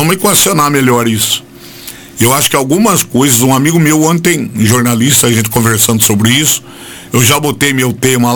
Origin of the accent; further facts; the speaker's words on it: Brazil